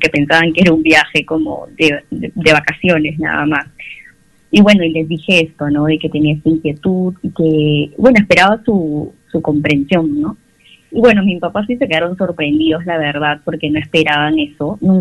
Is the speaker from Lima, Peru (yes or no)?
yes; Lima, Peru; soy de Lima, tengo 27 años